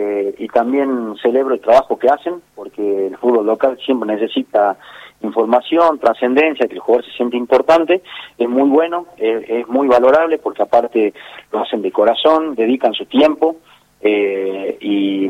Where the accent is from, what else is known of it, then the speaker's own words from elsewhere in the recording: Salta, Argentina; soy de Salta